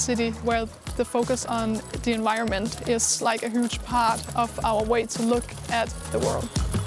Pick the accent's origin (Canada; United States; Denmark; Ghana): Denmark; Copenhagen, Capital Region of Denmark; I'm 20 years old. I grew up in Copenhagen and I have always lived here.